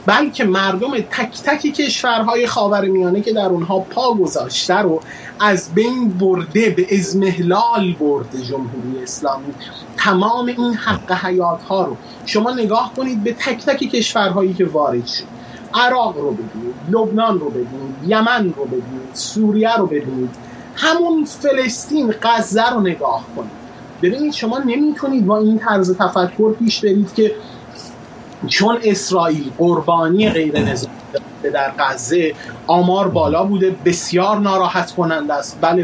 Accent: Iran

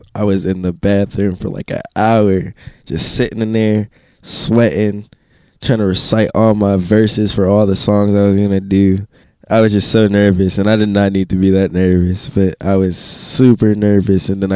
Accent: Pittsburgh, Pennsylvania, United States; born there

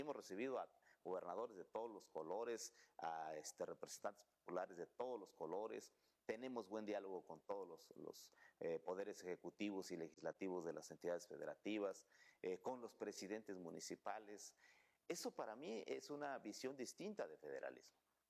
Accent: Mexico

